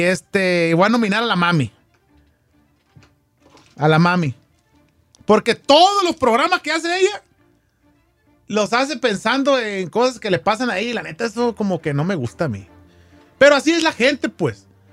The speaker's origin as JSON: {"language": "Spanish", "region": "Sinaloa", "country": "Mexico", "said": "Supuestamente patrón. Yo grito, yo así hablo. Soy de Sinaloa."}